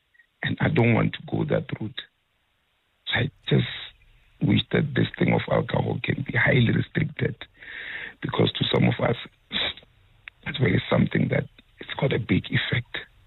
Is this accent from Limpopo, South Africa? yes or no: yes; Tzaneen, Limpopo, South Africa; Because I come from Mampakati in Tzaneni